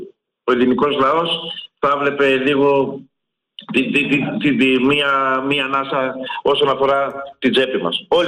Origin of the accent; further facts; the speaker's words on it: Central Greece, Greece; now in Chalkida, Greece; Εγώ είμαι κοντά, είμαι από τη Βόρειο Εύβοια, καταγωγή μου και εμένα. Από το Εσμήνιο, Δήμο Εστίας Ερυψού.